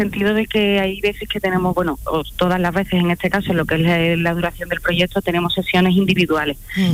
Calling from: Seville, Andalusia, Spain; estoy haciendo todos los días el trayecto Sevilla-Cádiz y cuando salgo, Cádiz-Sevilla, a casita.

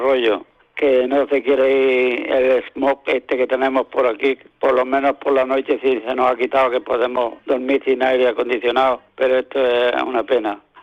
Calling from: Almuñécar, Andalusia, Spain; de Almuñécar, de la Peña al Aguacate, aquí

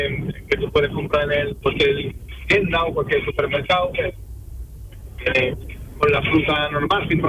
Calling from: Cañada Rosal, Andalusia, Spain; Yo de Cañada Rosal, Sevilla.

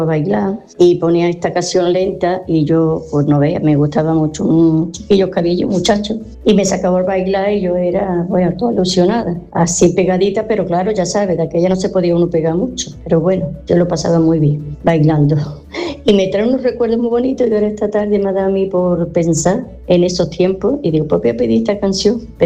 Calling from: Marbella, Andalusia, Spain; de Marbella.

